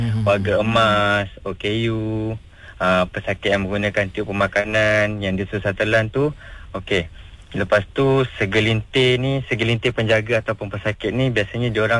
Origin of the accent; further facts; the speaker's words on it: Selangor, Malaysia; now in Kudat, Malaysia; Saya asal daripada Selangor tapi ditugaskan ke Kudat, Sabah lah.